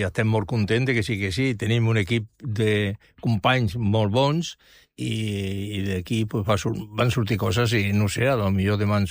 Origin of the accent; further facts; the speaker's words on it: Mataró, Catalonia, Spain; Jo sóc fill de Mataró, vull dir, i em sento així i amb tot el reconeixement per tots els mataronins.